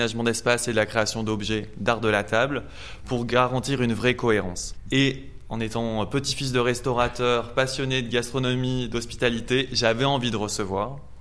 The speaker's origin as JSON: {"language": "French", "town": "Annonay", "region": "Auvergne-Rhône-Alpes", "country": "France", "tie": "born or raised there", "said": "parce que moi j'ai grandi donc en Ardèche à Annonay. Après je suis venu à Saint-Étienne"}